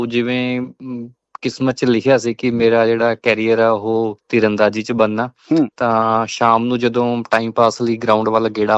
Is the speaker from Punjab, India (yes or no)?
no; Haryana, India; ਜੀ ਮੇਰਾ ਪਿੰਡ ਹੈ ਜੀ ਕੈਥਲ ਜ਼ਿਲ੍ਹੇ ਚ, ਗੁੱਲਾ ਚੀਕਾ ਦੇ ਨਜ਼ਦੀਕ।